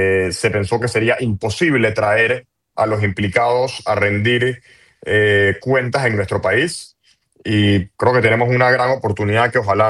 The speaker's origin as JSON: {"language": "Spanish", "country": "Panama", "said": "nosotros mismos como panameños"}